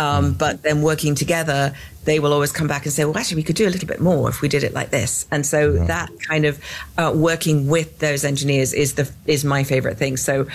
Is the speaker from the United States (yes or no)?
no; England, United Kingdom; moved away as an adult; you can tell by my accent, I am not from Texas. I am clearly from England.